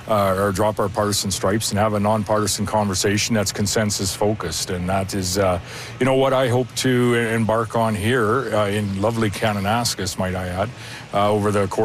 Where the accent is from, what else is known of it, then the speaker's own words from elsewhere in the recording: Canada; you're right, I am a Canadian in a neighboring province